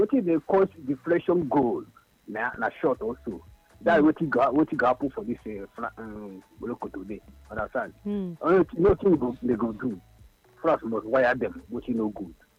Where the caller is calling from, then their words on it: Asaba, Delta, Nigeria; I'm calling from Afaba, the capital city of Delta State.